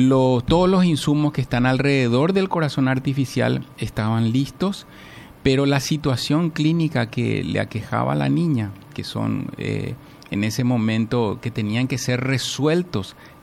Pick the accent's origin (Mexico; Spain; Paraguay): Paraguay